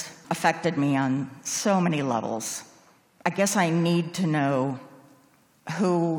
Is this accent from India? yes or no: no; Chicago, Illinois, United States; I was raised in Chicago by Roman Catholic nuns